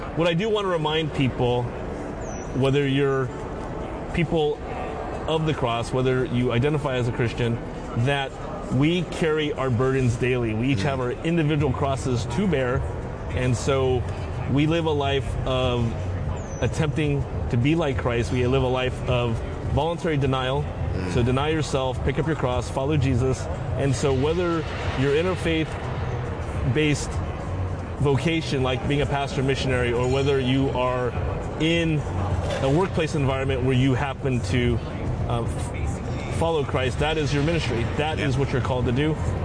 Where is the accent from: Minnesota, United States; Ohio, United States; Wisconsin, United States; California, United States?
California, United States; Alameda; now in New York, United States; actually comes from my hometown in the San Francisco Bay Area, Alameda